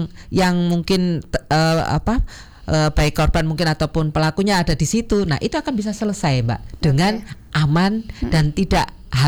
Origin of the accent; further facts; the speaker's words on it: Madiun, East Java, Indonesia; moved away; saya juga orang Madiun sebenarnya, walaupun saya sekian tahun saya meninggalkan Madiun, tetapi saya kembali lagi karena saya mencintai Kota Madiun. Kota Madiun itu adalah tempat di mana saya dulu sering bermain, mencari ilmu